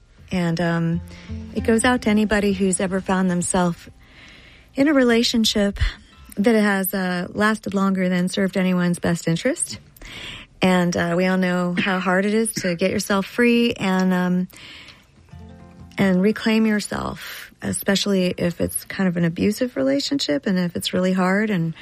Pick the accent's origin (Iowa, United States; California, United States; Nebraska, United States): California, United States; San Francisco; I grew up in Golden Gate Park going to all those concerts